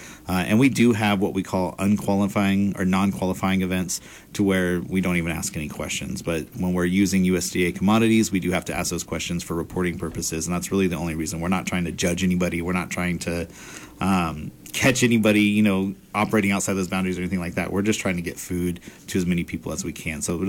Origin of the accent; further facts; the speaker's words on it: Texas, United States; being a Texan